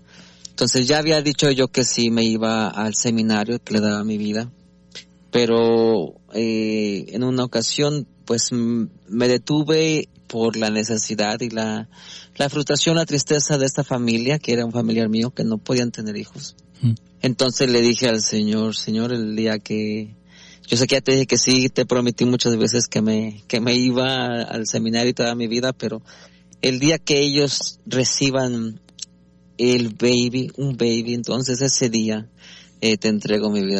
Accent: San Juan de los Lagos, Jalisco, Mexico; moved away as an adult; now in United States; yo soy originario de San Juan de los Lagos, Jalisco.

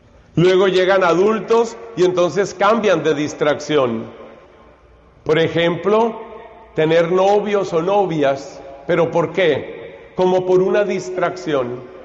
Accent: Colombia; Hemos tenido en mi país, Colombia

